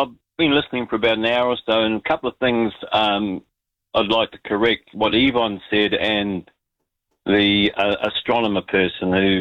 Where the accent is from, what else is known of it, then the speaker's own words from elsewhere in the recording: Auckland, New Zealand; they used to hang out in places in Auckland. I was brought up in Grey Lynn.